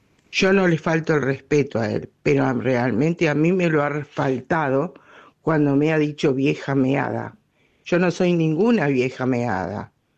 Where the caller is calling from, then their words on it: Carapachay, Buenos Aires Province, Argentina; de Carapachay.